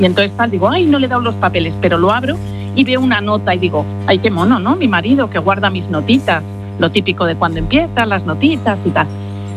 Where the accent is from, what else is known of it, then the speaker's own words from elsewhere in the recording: Pozuelo, Community of Madrid, Spain; mi futuro marido y yo, los dos somos de Pozuelo, pero no nos conocíamos para nada.